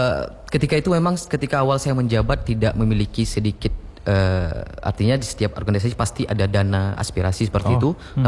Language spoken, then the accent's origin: Indonesian; Indrapuri, Aceh, Indonesia; Saya berasal dari Indrapuri, Aceh Besar. Indrapuri.